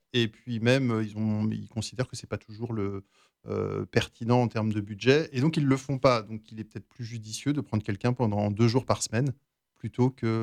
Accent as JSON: {"language": "French", "region": "Brittany", "country": "France"}